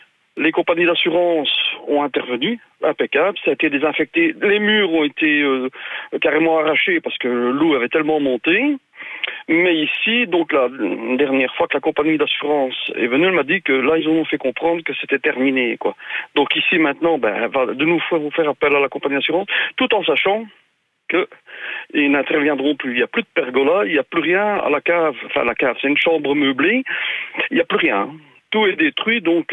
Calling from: Charleroi, Wallonia, Belgium; Chez moi, j'habite sur Montigny-sur-Sambre.

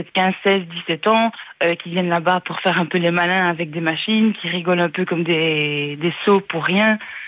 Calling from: Vielsalm, Wallonia, Belgium; moi, je viens de Vielsalm.

